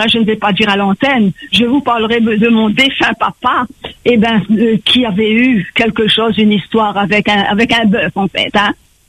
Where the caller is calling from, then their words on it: Petite-Île, Réunion; Je suis à Petite-Île.